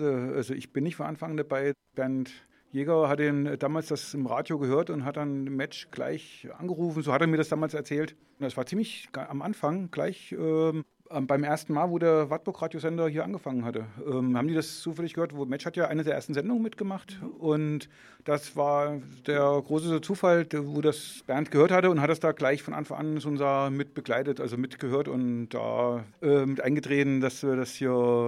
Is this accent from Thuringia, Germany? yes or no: yes; Thuringia, Germany; Wir beide kommen aus Förda.